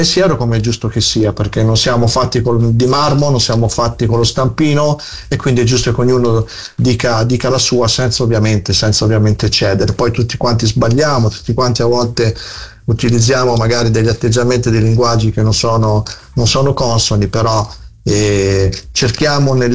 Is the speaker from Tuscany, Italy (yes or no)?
yes; Florence, Tuscany, Italy; now in Romagna, Italy; io sono 30 anni che abito in Romagna, ma sono originario di San Frediano, e per me tutte le volte che vengo a Firenze è un pianto d'amore, di nostalgia